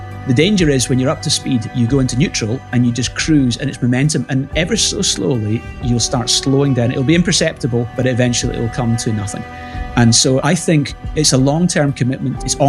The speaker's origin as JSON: {"language": "English", "town": "Glasgow", "region": "Scotland", "country": "United Kingdom", "tie": "born or raised there", "said": "Yeah, so I was born 1975 in Glasgow."}